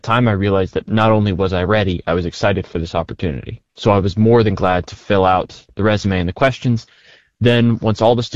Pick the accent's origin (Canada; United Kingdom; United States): United States; Bridgeport, West Virginia; since I was tiny, growing up in Bridgeport and taking all those school field trips up to Morgantown at WVU meant that WVU became my image of college.